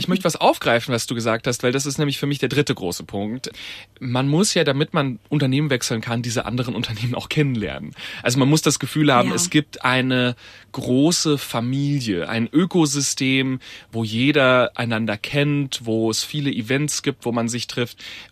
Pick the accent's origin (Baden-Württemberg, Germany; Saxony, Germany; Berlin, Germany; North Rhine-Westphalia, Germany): Baden-Württemberg, Germany; Heilbronn; also ich liebe meine Heimat natürlich, aber ehrlicherweise Heilbronn ist jetzt nicht die sexieste Stadt.